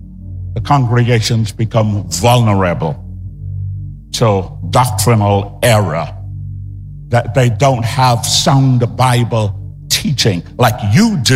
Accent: Guyana; now in Florida, United States; I bring you greetings from my home country of Guyana

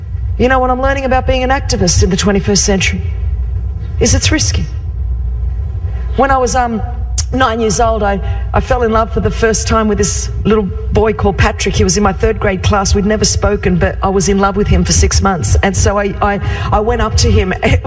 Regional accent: Australia; I'm from Australia, so we surf.

